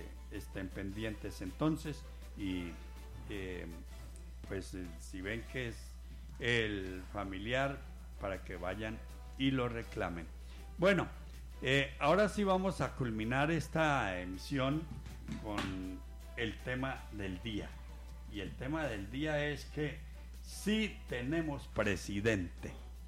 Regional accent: Colombia; nosotros todos somos colombianos

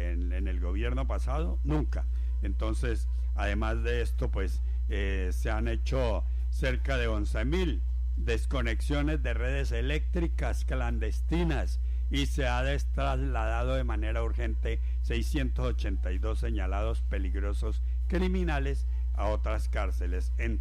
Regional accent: Colombia; nunca me representó como colombiano.

